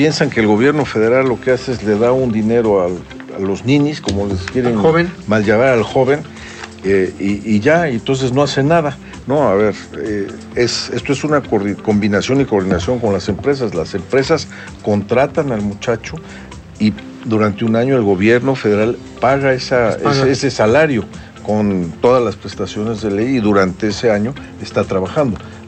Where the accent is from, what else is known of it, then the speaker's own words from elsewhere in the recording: Puebla, Mexico; todos somos poblanos